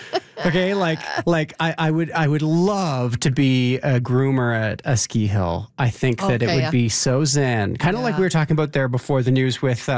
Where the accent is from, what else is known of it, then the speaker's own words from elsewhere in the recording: Victoria, British Columbia, Canada; Because I grew up in Victoria, and there are a lot of old buildings there with the copper roofs.